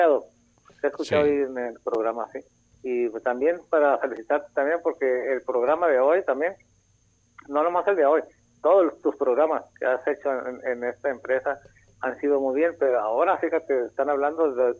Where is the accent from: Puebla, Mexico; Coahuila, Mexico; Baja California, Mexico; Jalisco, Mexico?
Baja California, Mexico; Tijuana; Yo soy de aquí de Tijuana, aquí nací en Tijuana también